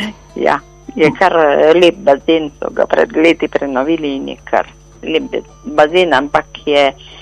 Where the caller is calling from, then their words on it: Kranj, Upper Carniola, Slovenia; Prihajam pa iz Kranja.